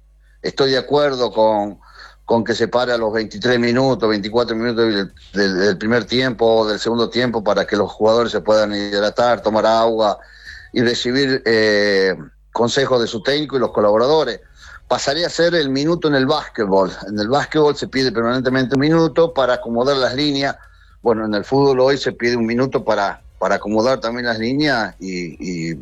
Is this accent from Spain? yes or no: no; Argentina; Como argentino quiero que siga siendo Argentina.